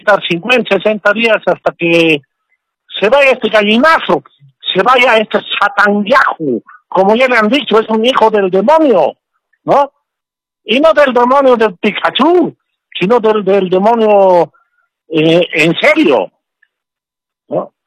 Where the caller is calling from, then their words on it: El Alto, La Paz, Bolivia; te hablo del Alto.